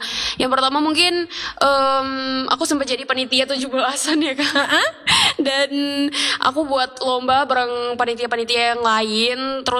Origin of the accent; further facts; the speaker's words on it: Tobelo, North Maluku, Indonesia; Aku dari Tobelo.